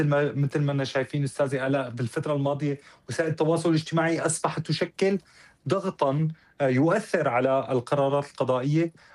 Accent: Syria; نعانيه كلنا كسوريين وسوريات

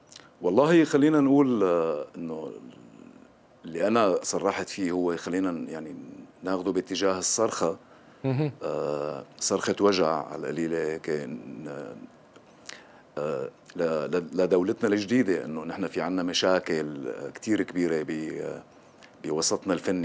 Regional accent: Syria; نحن كسوريين

